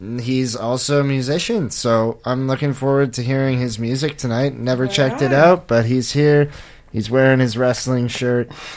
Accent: Ontario, Canada; We're also both from Ontario.

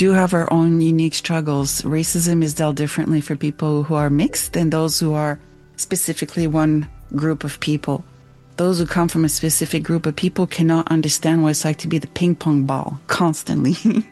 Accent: Montreal, Quebec, Canada; now in Vancouver, Canada; I'm from Montreal.

